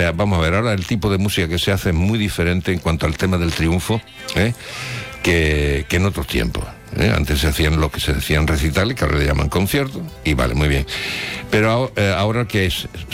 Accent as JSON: {"language": "Spanish", "area": "Huelva", "region": "Andalusia", "country": "Spain", "said": "mi tierra para mí es maravillosa y además hago que mucha gente de Madrid vengan para acá"}